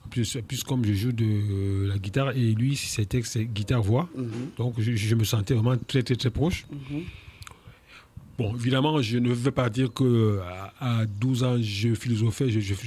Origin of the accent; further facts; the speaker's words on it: Ezeka, Centre, Cameroon; also born or lived in Douala / Yaoundé; Oui, mais j'ai grandi vraiment enfant à Ezeka, qui est un village. Donc moi, je me sens quelqu'un qui a eu la chance d'être très près de la tradition.